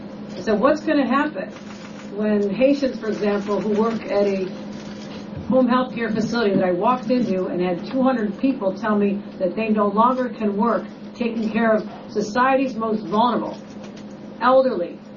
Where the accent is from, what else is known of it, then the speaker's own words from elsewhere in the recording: New York, United States; But what I don't think is right is that all the support that I, as a New Yorker, New York governor, with the legislature, provide for law enforcement